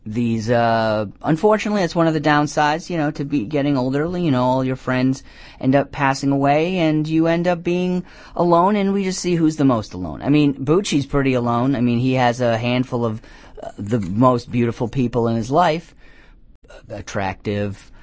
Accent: Rhode Island, United States; You know, people in the New York area, we have great water here. I grew up in Rhode Island that has, I don't know what's in that water, but whatever it is, it makes people stay, never leave Rhode Island.

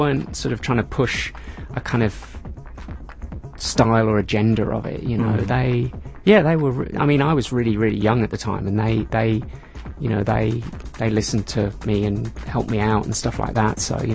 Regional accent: Northampton, East Midlands, United Kingdom; I grew up in a small village outside a small town. I grew up outside Northampton in the UK, and there wasn't a whole lot there.

